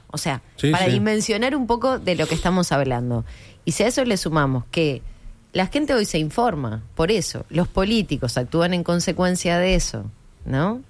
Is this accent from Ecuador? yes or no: no; Uruguay